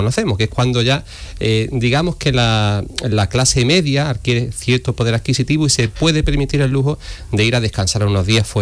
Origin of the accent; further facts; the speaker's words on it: Huelva, Andalusia, Spain; curiosamente, yo que soy de Huelva, leí un libro hace muchos años